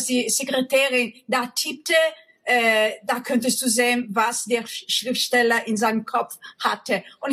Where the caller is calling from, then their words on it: Cagliari, Sardinia, Italy; Ich bin in Cagliari, Sardinien.